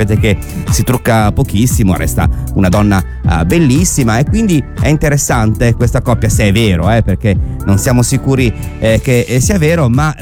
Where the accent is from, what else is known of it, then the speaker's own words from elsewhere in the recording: Lombardy, Italy; parrebbe che il mio paese, in provincia di Varese